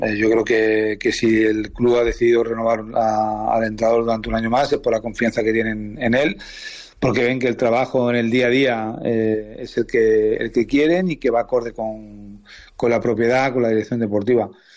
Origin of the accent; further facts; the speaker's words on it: Valencia, Valencian Community, Spain; No nos queda nada más que, bueno, los que somos de Valencia, los que sufrimos con él, pues apoyar al equipo